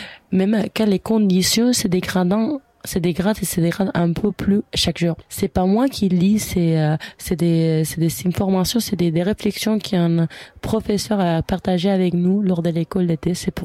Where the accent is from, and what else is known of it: Spain; French is a second language; now in Canada